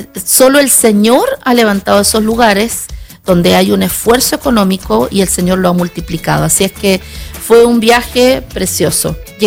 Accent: Chile; nosotros como chilenos

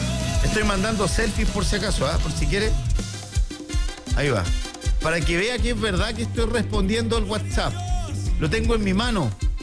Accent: Iquique, Tarapacá, Chile; yo soy de Iquique, entonces cuando era chico comía pescado y me atraganté con una espina.

